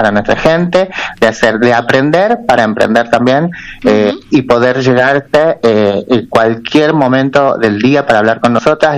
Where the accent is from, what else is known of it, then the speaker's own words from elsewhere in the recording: Las Talitas, Tucumán, Argentina; como ciudadanos argentinos, como ciudadanos tucumanos y ciudadanos talitenses, que hemos recibido golpes de mil maneras, una comunidad totalmente invisibilizada por muchos años.